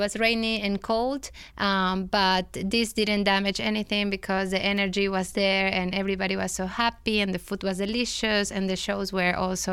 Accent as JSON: {"language": "English", "town": "Caracas", "region": "Capital District", "country": "Venezuela", "second_language": "English", "moved": "yes", "said": "And I'm from Venezuela, Caracas, the capital."}